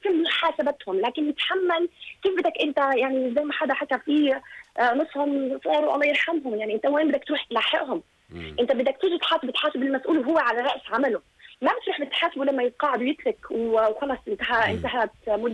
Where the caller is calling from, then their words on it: Jordan; احنا اردني ندفع ضرائب